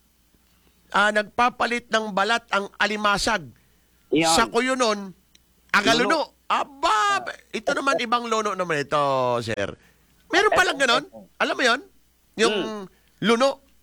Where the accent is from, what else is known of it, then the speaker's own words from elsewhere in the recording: Puerto Princesa, Mimaropa, Philippines; hindi naman ako taga-Bahili, 'di ba? Taga Puerto ko dito sa Santa Monica.